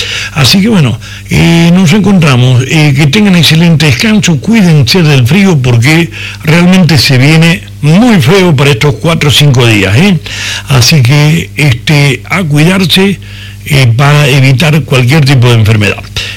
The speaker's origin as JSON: {"language": "Spanish", "country": "Argentina", "said": "somos provincia, todos somos provincia argentina."}